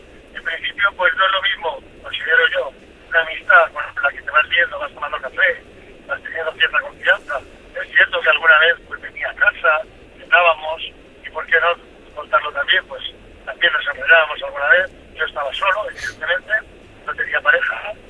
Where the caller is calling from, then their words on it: Palma, Balearic Islands, Spain; Palma de Mallorca, estoy llamando desde Palma de Mallorca.